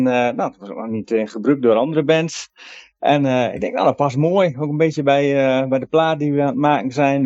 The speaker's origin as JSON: {"language": "Dutch", "region": "Drenthe", "country": "Netherlands", "said": "Want ik kom ook uit Drenthe, daar kom ik ook weg."}